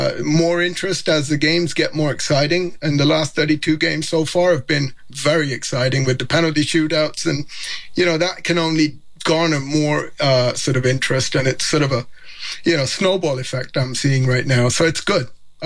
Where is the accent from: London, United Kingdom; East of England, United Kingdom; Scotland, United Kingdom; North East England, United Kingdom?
London, United Kingdom; Wembley; even though I'm originally from Wembley, the home of football.